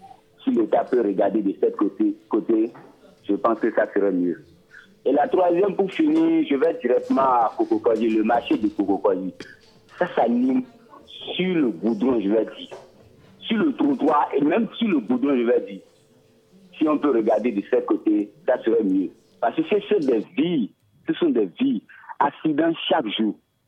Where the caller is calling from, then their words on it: Abomey-Calavi, Atlantique, Benin; Je vous appelle de Caravie, de Tocan, devant la pharmacie Saint-Antoine.